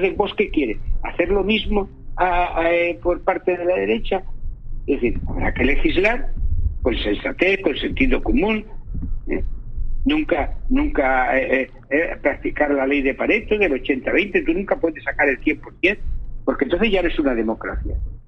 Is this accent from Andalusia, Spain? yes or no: no; Tarragona, Catalonia, Spain; born there; Yo nací en Tarragona, donde había un polígono petroquímico que daba vida en aquellos años, que no te puedes imaginar, estoy hablando de hace 60 años.